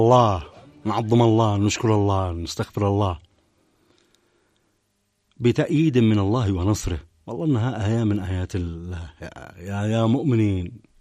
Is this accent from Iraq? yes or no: no; Yemen; بلادنا اليمن